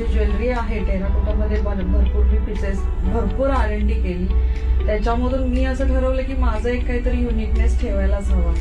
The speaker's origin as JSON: {"language": "Marathi", "town": "Kolhapur", "region": "Maharashtra", "country": "India", "said": "मी कोल्हापूरची आहे त्यामुळं कोल्हापूरची अंबाबाई मला खूप म्हणजे"}